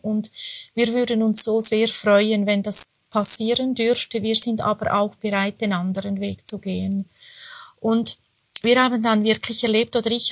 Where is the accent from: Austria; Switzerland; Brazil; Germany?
Switzerland; accent: Swiss; ich komme aus der Schweiz, was unschwer zu erkennen ist an meiner Aussprache.